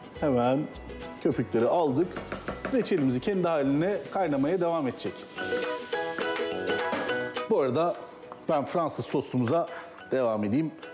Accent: Adana, Turkey; bir Adanalı olarak

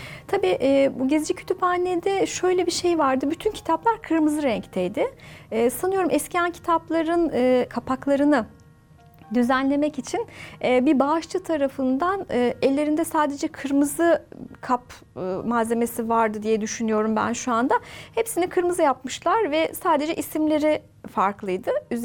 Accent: Sakarya, Turkey; moved away as an adult; Ben Sakarya'da şehre yakın bir köyde yetiştim. 19 yaşına kadar orada yaşadım.

